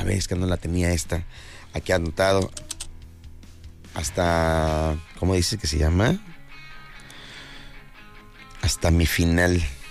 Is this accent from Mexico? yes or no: yes; Mexico; Reflexionemos de ser mexicanos.